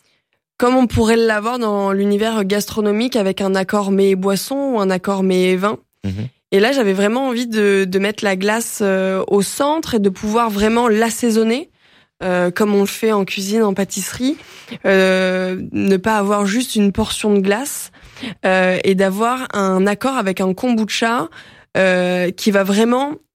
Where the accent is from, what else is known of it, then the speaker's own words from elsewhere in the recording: Provence-Alpes-Côte d'Azur, France; qu'est-ce que j'aime à l'apéro l'été quand je suis chez moi en Provence.